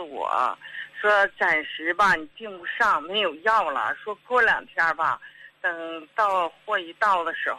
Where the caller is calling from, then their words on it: Harbin, Heilongjiang, China; 我家是哈尔滨的。